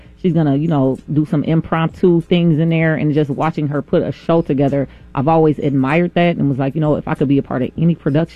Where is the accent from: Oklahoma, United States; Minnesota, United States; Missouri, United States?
Minnesota, United States; Minneapolis; I hail from right here, the north side of Minneapolis. I represent Northside. Everywhere that I go, anywhere in the world, you're going to know that I am from North Minneapolis.